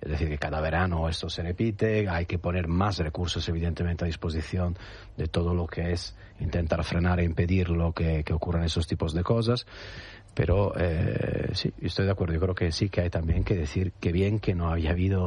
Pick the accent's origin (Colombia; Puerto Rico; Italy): Italy; Spanish is a second language; Yo siempre, cuando veo estas cosas, siempre pienso también en mi país, en Italia.